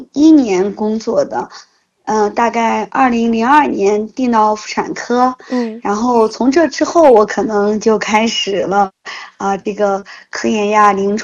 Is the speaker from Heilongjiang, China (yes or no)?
no; Xinjiang, China; 因为我从小就出生在这儿